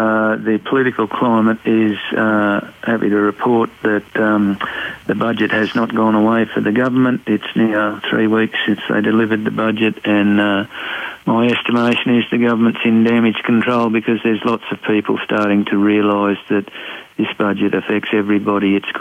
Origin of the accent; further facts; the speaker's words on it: Taroom, Queensland, Australia; So I've already reached out to many of the community members in Taroom, my hometown